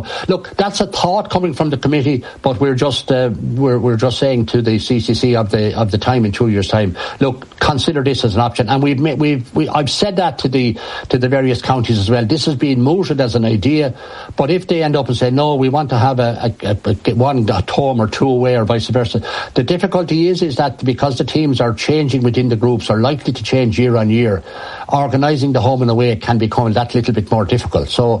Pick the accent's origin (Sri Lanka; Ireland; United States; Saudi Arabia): Ireland; Kilkenny, Leinster; even if I am from Kilkenny.